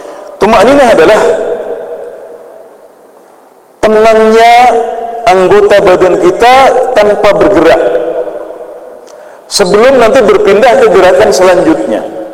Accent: Klaten, Central Java, Indonesia; moved away; kalau saya karena di Jawa Tengah, kalau daerah saya di Klaten dulu

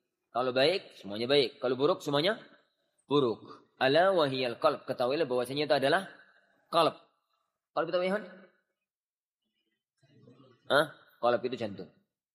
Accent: Gresik, East Java, Indonesia; dari mana?" "Jawa Timur." "Surabaya?" "La ya Syekh, Gresik."

